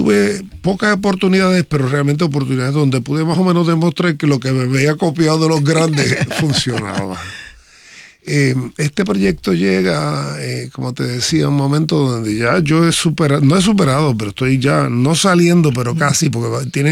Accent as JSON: {"language": "Spanish", "town": "San Lorenzo", "country": "Puerto Rico", "said": "yo soy de San Lorenzo. San Lorenzo es más arenoso."}